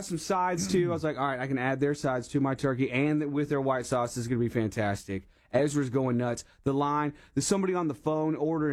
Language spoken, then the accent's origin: English; Texas, United States; I grew up in Texas.